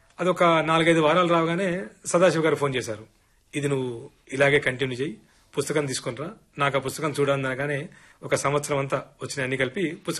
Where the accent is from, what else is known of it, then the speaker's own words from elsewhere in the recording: Sircilla, Telangana, India; నేను పుట్టింది పెరిగింది సిరిసిల్లలో.